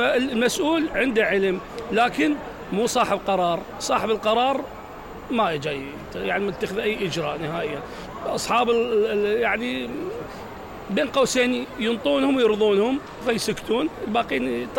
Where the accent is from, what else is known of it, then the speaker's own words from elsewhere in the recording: Basra Governorate, Iraq; إحنا هسه كمحافظة بصرة